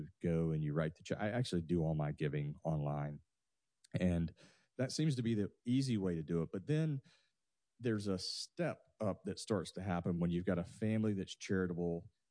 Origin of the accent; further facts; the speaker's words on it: Atlanta, Georgia, United States; and I'm actually from the Atlanta area